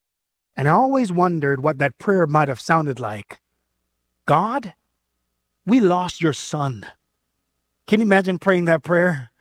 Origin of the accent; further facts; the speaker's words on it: Jamaica; You know I'm Jamaican.